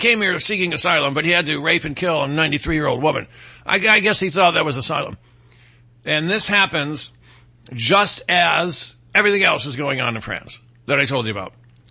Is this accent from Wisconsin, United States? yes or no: no; Michigan, United States; Man, they love them pedophiles there in my home state of Michigan.